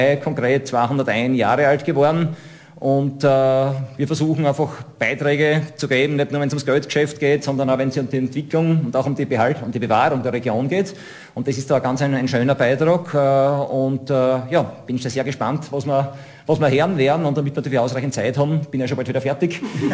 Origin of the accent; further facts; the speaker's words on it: Styria, Austria; moved away; ich komme aus der Altsteiermark ursprünglich